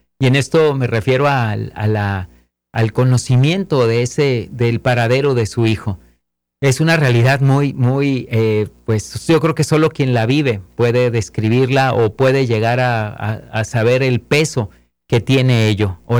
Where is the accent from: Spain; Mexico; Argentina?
Mexico; en nuestro país, a los que somos mexicanos